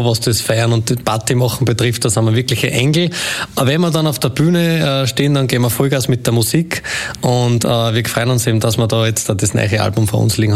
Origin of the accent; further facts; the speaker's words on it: Waldenstein, Lower Austria, Austria; wir kommen eben aus dem Ort Waldenstein, gleichzeitig eine schöne Gemeinde, wo wir mal alle einladen, dass bei uns vorbeikommt, haben um die 1500 Einwohner